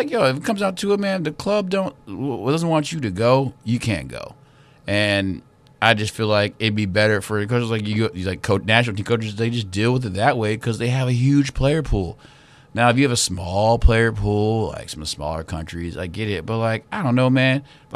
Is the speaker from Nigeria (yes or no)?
no; United States; as an American